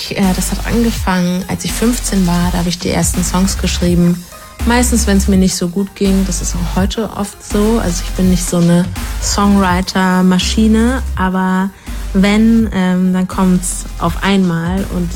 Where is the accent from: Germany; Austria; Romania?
Germany; Hamburg; aus Hamburg